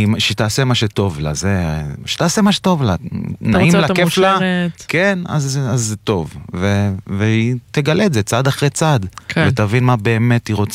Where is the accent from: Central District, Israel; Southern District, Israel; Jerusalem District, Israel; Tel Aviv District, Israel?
Jerusalem District, Israel; Beit Shemesh; המשפחה די משוכנזת, אבל גדלתי בבית שמש, זאת עיר מאוד מרוקאית, ומאוד ספחתי לתוכי את התרבות המרוקאית.